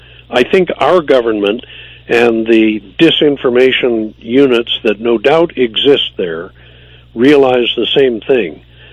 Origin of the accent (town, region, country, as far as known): United States